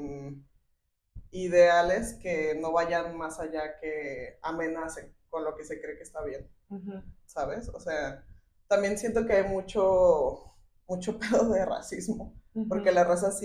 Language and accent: Spanish; Lagos de Moreno, Jalisco, Mexico; No, yo nací y crecí en Lagos de Moreno, en los Altos de Jalisco.